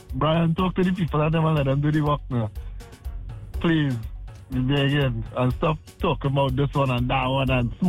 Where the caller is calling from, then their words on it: Petit Valley, Diego Martin, Trinidad & Tobago; I come in from Pity Valley